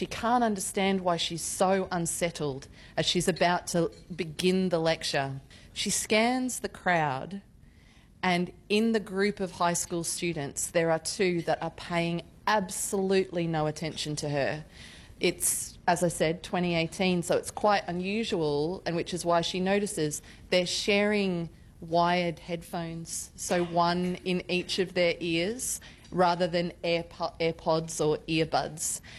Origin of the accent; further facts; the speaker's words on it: Gold Coast, Queensland, Australia; I grew up on the Gold Coast, and that love that I feel for how extraordinary that hinterland environment is